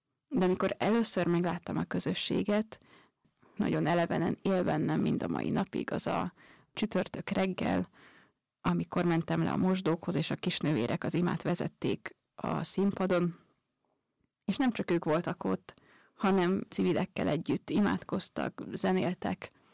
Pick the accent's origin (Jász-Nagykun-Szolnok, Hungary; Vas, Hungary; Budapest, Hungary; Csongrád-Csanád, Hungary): Vas, Hungary; Kőszeg; moved away; Kőszegről származom.